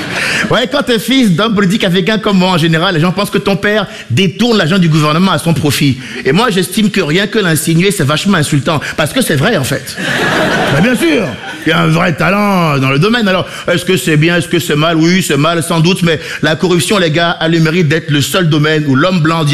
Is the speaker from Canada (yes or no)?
no; Benin; born or raised there